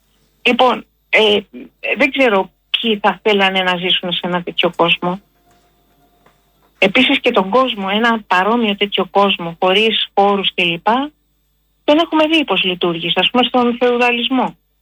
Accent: Greece; είμαστε τυχεροί που γεννηθήκαμε στην Ελλάδα και δεν γεννηθήκαμε στο Σουδάν.

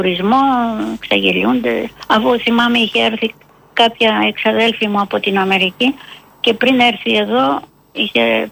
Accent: Antigoni, Istanbul, Turkey; Ξέρεις, εγώ μεγάλωσα στην Αντιγόνη. Δηλαδή τα καλοκαίρια.

